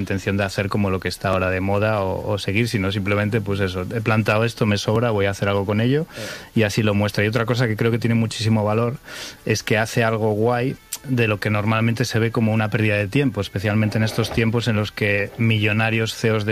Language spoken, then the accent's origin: Spanish; Community of Madrid, Spain; Y en mi pueblo, en la Sierra de Madrid, hacen una caldereta una vez al año y ahí son los hombres, ¿no?